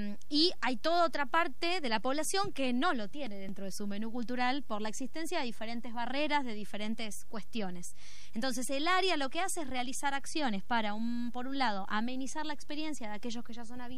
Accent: Santa Fe, Argentina; yo soy santafesina del sur.

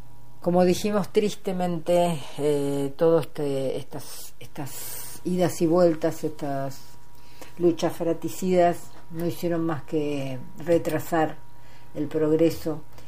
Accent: Argentina

